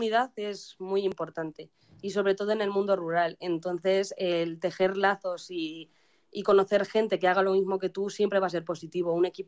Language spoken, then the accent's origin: Spanish; Mota del Cuervo, Castilla-La Mancha, Spain; moved away as an adult; also born or lived in Málaga / Valencia; yo decía que era de Mota del Cuervo y la gente lo conocía.